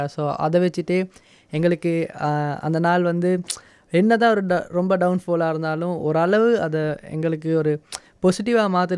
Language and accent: Tamil; Sri Lanka; நான் வந்து ஸ்ரீலங்காவில் பிறந்து வளர்ந்தவன்.